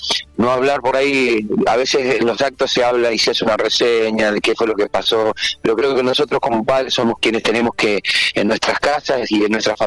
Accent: Argentina

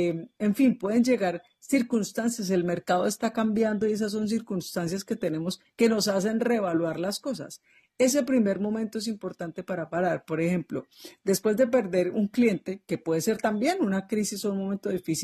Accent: Colombia; now in Cali, Colombia; el terremoto que sucedió en mi país sobre aquellos comportamientos y competencias que tenemos los colombianos

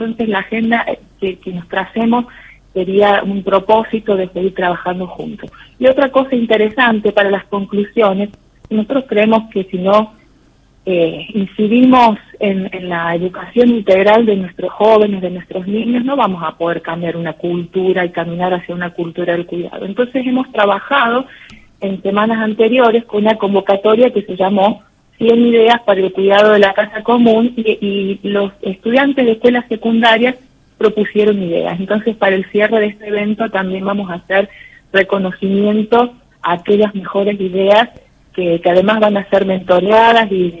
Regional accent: Argentina; now in San Luis, Argentina; para hermanarnos como argentinos

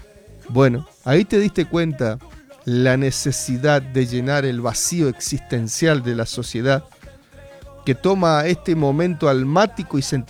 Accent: Argentina; No pasa nada con que veas el partido. Somos argentinos.

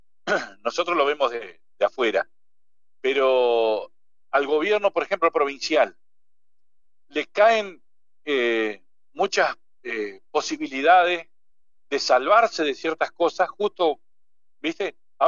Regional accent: Argentina; Somos así los argentinos, ¿viste?

